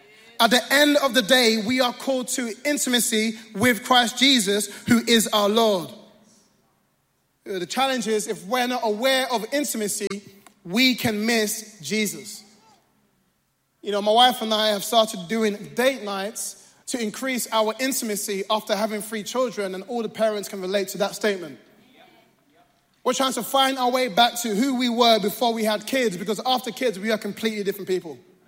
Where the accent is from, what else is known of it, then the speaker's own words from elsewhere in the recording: London, United Kingdom; being a Londoner